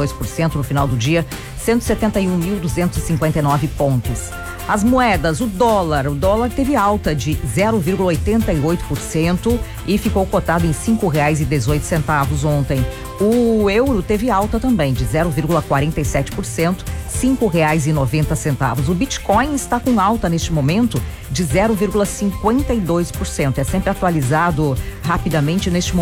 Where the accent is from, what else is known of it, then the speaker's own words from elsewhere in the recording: Marau, Rio Grande do Sul, Brazil; moved away; also born or lived in Passo Fundo; Na minha terra natal, Marau, Passo Fundo, lá onde a gente morou também